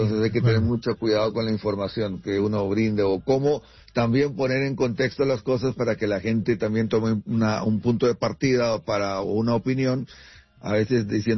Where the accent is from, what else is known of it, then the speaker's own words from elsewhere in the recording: Mexico; somos centroamericanos, somos mexicanos, y somos de esta zona del mundo que también tiene cosas.